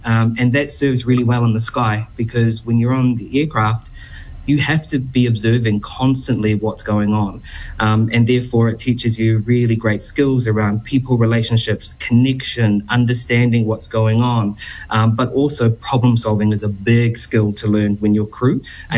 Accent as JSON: {"language": "English", "town": "Henderson", "region": "Auckland", "country": "New Zealand", "tie": "born or raised there", "said": "Growing up in Henderson, small boy, playing down in the Henderson Creek, catching eels, as you do."}